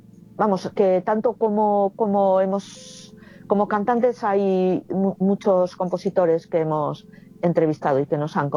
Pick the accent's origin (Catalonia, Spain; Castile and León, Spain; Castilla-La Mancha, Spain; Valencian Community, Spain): Valencian Community, Spain; Como soy valenciana, hice la búsqueda en catalán y me salió a la primera su página web